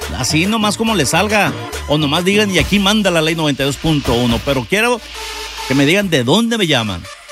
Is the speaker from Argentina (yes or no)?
no; San Luis Potosí, Mexico; now in Houston, United States; Soy de San Luis Potosí.